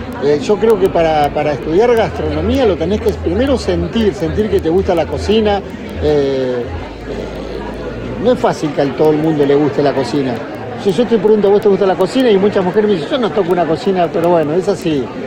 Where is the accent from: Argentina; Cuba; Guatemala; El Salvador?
Argentina; Puerto Deseado, Santa Cruz; born there; un orgullo venir a representar a la provincia y a mí, y también a mi pueblo, ¿no? Puerto Deseado.